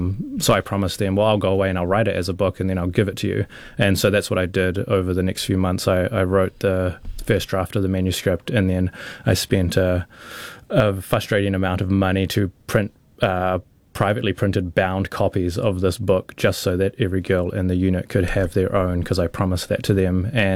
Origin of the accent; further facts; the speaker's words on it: New Zealand; she's very much kind of based on me, you know, like a mixed race person growing up in New Zealand.